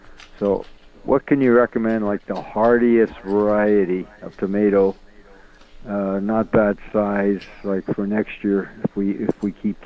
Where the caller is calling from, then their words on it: Winnipeg, Manitoba, Canada; Calling from Winnipeg.